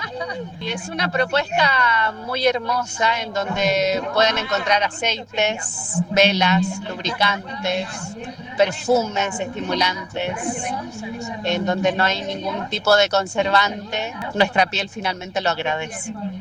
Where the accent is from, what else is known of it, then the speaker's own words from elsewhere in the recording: Chile; now in Capilla del Monte, Argentina; vengo de Chile y estoy habitando en Capilla del Monte